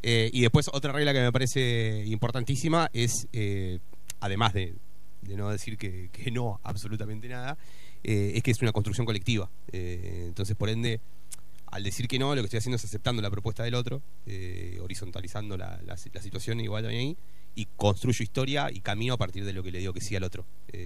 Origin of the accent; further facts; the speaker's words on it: Bahía Blanca, Buenos Aires Province, Argentina; now in La Plata, Argentina; Yo, bahiense